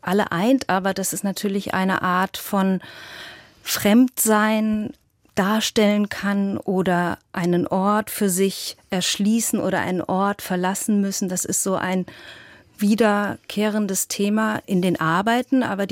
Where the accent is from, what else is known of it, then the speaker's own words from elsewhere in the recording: eastern Germany, Germany; moved away; in der Siedlung oder in der Wohnung, in der ich aufgewachsen bin, wo meine Mutter seit 1966 lebt, versucht, dieses Heimatfinden zu fotografieren und eben auch diese Dinge, die das schon auch besonders macht, wenn man aus dem Osten in den Westen gesiedelt ist.